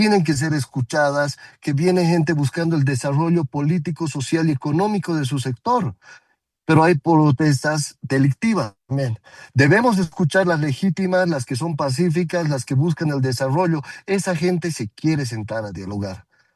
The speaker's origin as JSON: {"language": "Spanish", "region": "La Paz", "country": "Bolivia", "said": "estamos pidiendo lo que nos merecemos como paceños."}